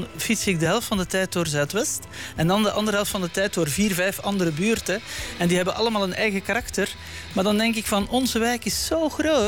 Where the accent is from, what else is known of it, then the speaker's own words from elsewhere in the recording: Brussels, Brussels-Capital Region, Belgium; moved away as an adult; now in The Hague, Netherlands; net zoals vele andere hagenaars of hagenezen, wat je ook moet zeggen. Kom ik niet uit Den Haag zelf, maar ik kom uit Vlaanderen.